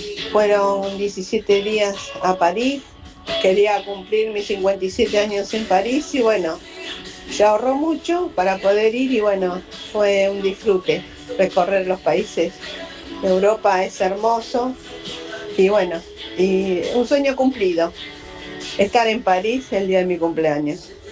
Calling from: Buenos Aires, Argentina; soy de Parque Chacabuco.

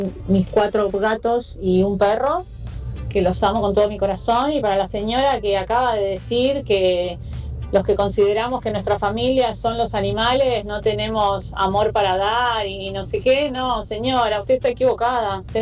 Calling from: La Matanza, Buenos Aires, Argentina; de La Matanza.

